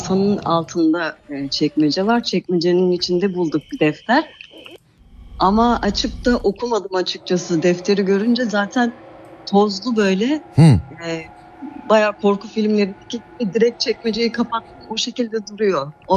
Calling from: Recklinghausen, North Rhine-Westphalia, Germany; Almanya'dan.

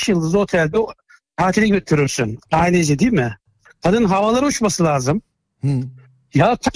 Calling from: Ümraniye, Istanbul, Turkey; Ümraniye'den

